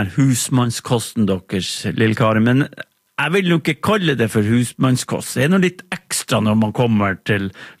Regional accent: Magerøy, Finnmark, Norway; vi som har vært hjemme på Magerøy i sommer, vi føler at vi ikke hadde så mye sommer.

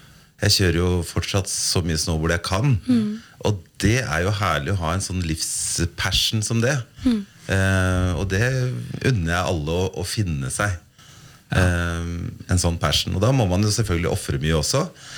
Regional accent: Horten, Vestfold, Norway; Jeg på en måte en slags bygutt som søkte tidlig til fjellet og mens Horten jo en plass jeg veldig gjerne reiser til om sommeren

